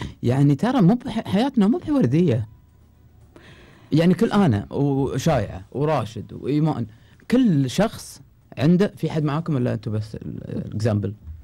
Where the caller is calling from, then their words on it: Qatar; عندنا في قطر